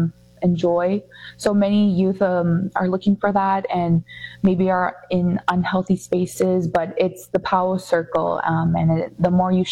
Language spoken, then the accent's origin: English; Ontario, Canada; from Mississauga Cree Nation